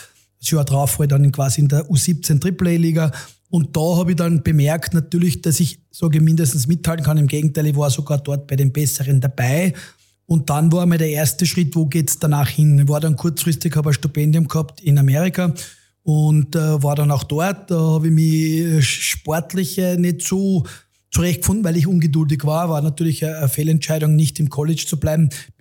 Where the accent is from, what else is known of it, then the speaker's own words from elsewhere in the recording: Kapfenberg, Styria, Austria; Ich bin ja in Kapfenberg groß geworden, in der Steiermark, habe dort Fußball und Eishockey praktiziert